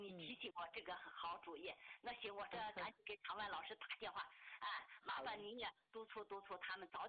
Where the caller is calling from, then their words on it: Handan, Hebei, China; 我是河北邯郸的。